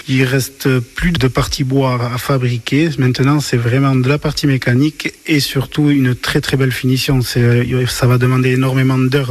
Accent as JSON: {"language": "French", "town": "La Bastide-Villefranche", "region": "Nouvelle-Aquitaine", "country": "France", "said": "j'ai 33 ans et je suis de la Bastide Villefranche."}